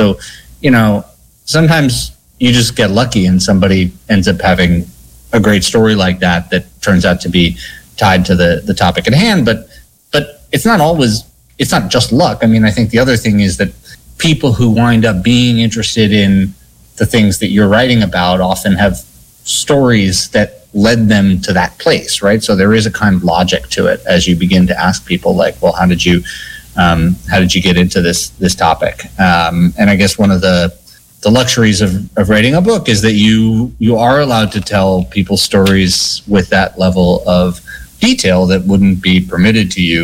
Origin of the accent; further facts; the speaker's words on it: New York, United States; I grew up in New York, and so I grew up in an environment where it was, you know, you kind of took it for granted that you could walk everywhere or ride the train or ride a bicycle.